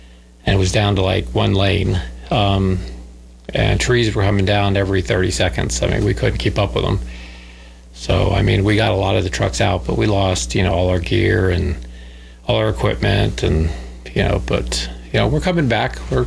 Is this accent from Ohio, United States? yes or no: no; Florida, United States